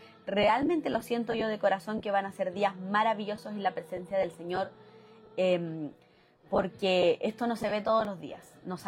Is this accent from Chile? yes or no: yes; Chile; now in Mexico; porque a mí ya se me han pegado muchas palabras de México. Inclusive ya hablo más pausado como los mexicanos, porque antes hablaba así, no, que lo que pasa es que usted, ¿verdad? Como hablamos los chilenos, rápido.